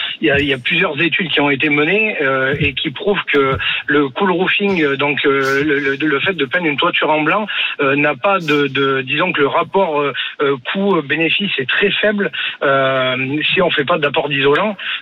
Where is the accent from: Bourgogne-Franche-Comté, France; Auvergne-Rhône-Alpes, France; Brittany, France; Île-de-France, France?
Auvergne-Rhône-Alpes, France; nous chez nous dans la Drôme, on a beaucoup d'investissements qui sont faits en toit plat